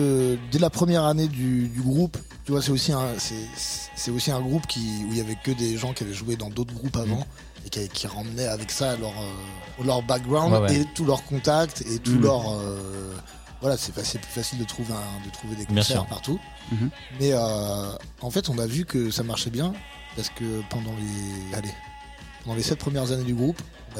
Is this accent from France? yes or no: yes; Île-de-France, France; j'ai pas envie de faire semblant que je suis de l'East London alors que je suis du sud de Paris